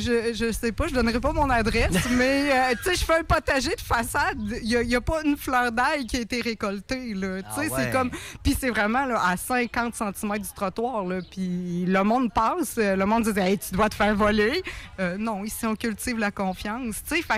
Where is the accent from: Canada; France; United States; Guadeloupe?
Canada; Quebec City, Quebec; quand je dis je viens de Vanier